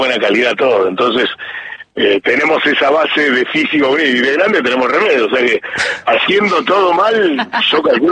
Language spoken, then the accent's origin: Spanish; Patagonia, Argentina; somos cuatro patagónicos